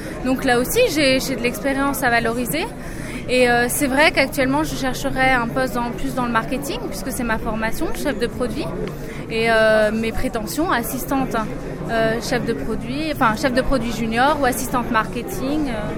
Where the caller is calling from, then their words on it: Grand Est, France; si je reste en Alsace